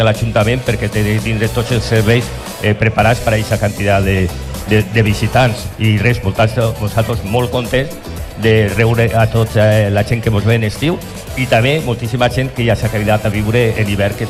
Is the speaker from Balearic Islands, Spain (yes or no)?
no; El Perelló, Catalonia, Spain; i a on vas, quan dius, d'on eres? Del Perelló.